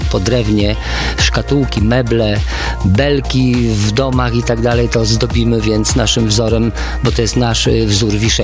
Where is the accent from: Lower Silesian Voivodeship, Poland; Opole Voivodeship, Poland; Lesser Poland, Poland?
Lower Silesian Voivodeship, Poland; born there; Ja się urodziłem na Dolnym Śląsku i tu są spotkanie kilku kultur praktycznie, nie?